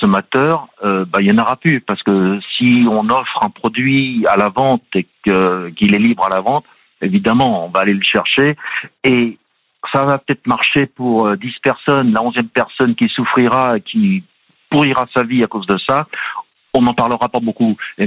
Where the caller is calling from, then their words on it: Newcastle upon Tyne, North East England, United Kingdom; Alors je vous appelle de Newcastle on Tyne dans le grand nord-est de la Grande-Bretagne.